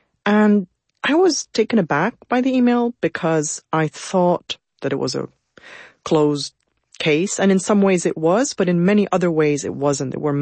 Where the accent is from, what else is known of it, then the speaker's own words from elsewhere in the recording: Beirut, Beirut Governorate, Lebanon; I was born in Beirut. I lived on the front lines of that civil war. I still live in Beirut